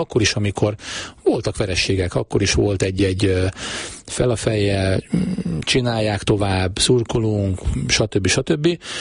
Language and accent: Hungarian; Pécs, Baranya, Hungary; moved away as an adult; now in Nyíregyháza, Hungary; én is egy megyeszékhelyről érkezek, ugye én pécsi vagyok